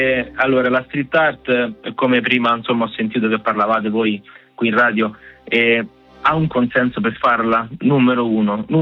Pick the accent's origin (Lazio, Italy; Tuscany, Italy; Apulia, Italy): Lazio, Italy; Rome; io da romano